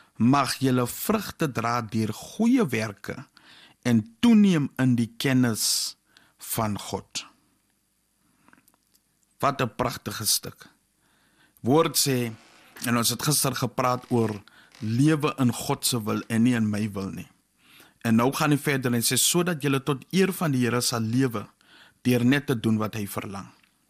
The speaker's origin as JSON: {"language": "Afrikaans", "country": "Namibia", "said": "Ons het in Namibië soos bevoorreg om te weet dat ons 95%+ is Christene."}